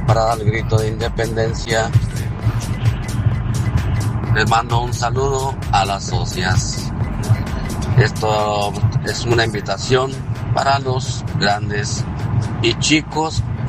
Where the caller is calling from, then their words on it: Coahuila, Mexico; arriba mi tierra, que es Coahuila.